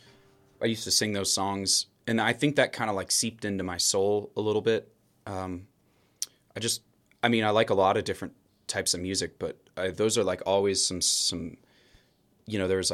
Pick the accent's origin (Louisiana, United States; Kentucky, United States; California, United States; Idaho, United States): Idaho, United States; Pocatello; I grew up in Pocatello, Idaho, southern